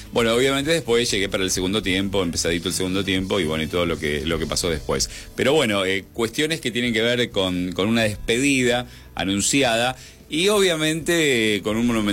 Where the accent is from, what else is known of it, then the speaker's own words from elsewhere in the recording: Argentina; pero somos argentinos del mate, obviamente de base